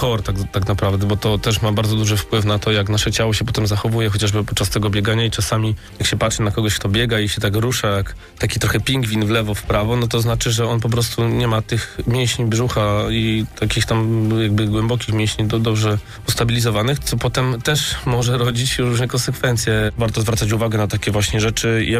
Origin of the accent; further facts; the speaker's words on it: Gdańsk, Pomeranian Voivodeship, Poland; Jestem z 1980 roku, wychowałem się na osiedlu Chełm tutaj w Gdańsku